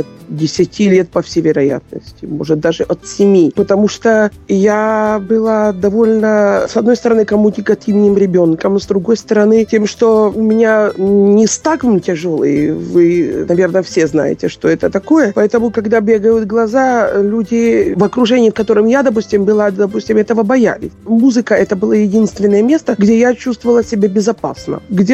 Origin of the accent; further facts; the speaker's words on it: Kyiv, Ukraine; born there; now in Prague, Czech Republic; Я родилась в Киеве в семье служащих. Мама и папа инженеры.